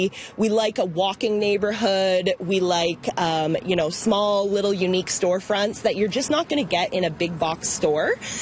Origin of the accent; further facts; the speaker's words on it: Ingersoll, Ontario, Canada; I grew up in Ingersoll and had a business in downtown Ingersoll, my family did.